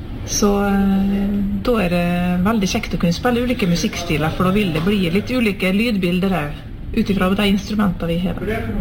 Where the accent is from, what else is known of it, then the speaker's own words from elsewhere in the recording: Meråker, Trøndelag, Norway; fra Meråker.